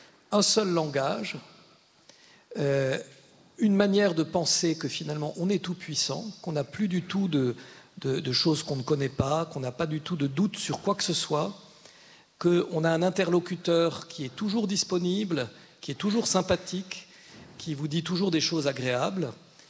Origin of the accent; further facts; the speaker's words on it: Grand Est, France; now in Bayonne, France; moi je suis alsacien, alors j'y suis sensible aussi à la pluralité des langues, hein, mais je l'ai vu quand je suis arrivé aussi à Bayonne aussi.